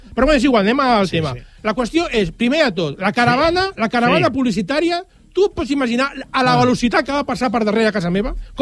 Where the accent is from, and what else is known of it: Catalonia, Spain